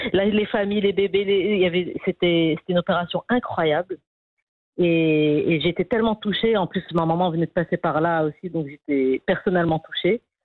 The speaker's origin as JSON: {"language": "French", "town": "Rabat", "region": "Rabat-Salé-Kénitra", "country": "Morocco", "tie": "born or raised there", "moved": "as an adult", "lives_now": "Casablanca, Morocco", "said": "moi j'ai grandi à Rabat"}